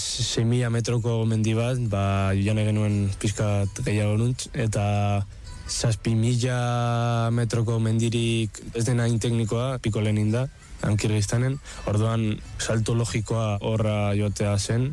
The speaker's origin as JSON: {"language": "Basque", "town": "Vitoria-Gasteiz", "region": "Basque Country", "country": "Spain", "tie": "born there", "said": "20 urte ditut, Gasteizen jaio naiz"}